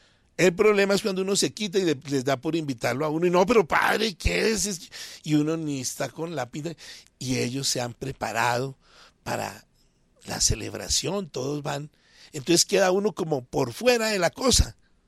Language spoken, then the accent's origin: Spanish; Bogotá, Colombia; yo soy bogotano, pero me la he pasado casi siempre en tierra caliente.